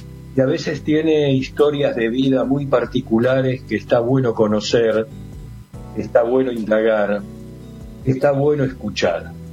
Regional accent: Argentina; cuestiones económicas que tanto nos atraviesan como argentinos como argentinas.

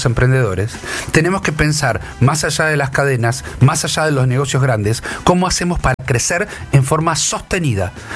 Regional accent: Argentina; Nosotros como argentinos tenemos ciertas características que nos hacen que están dentro de nuestro paraguas cultural.

